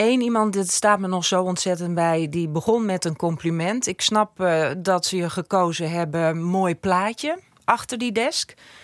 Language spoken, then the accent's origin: Dutch; Ameland, Friesland, Netherlands